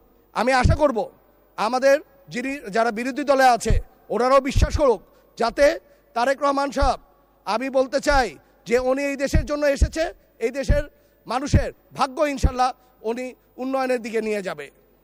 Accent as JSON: {"language": "Bangla", "area": "Narayanganj", "region": "Dhaka Division", "country": "Bangladesh", "said": "এখন আমি নারায়ণগঞ্জের ছেলে হিসাবে কয়েকটি কথা বলি।"}